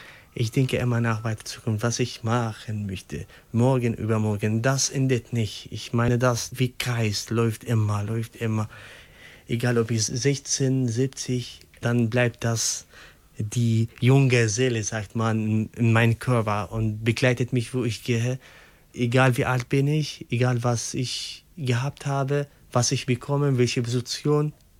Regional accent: Syria; German is a second language; moved away as an adult; now in Germany; Ich oder die anderen Syrer, andere Menschen, die aus Syrien gekommen sind, einfach Mensch.

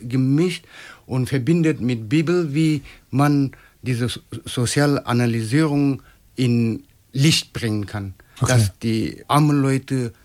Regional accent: Nagaland, India; German is a second language; moved away as an adult; also born or lived in Madurai; now in Germany; ich komme aus Nagaland, ich bin Inder, ich studiere hier Social Analysis.

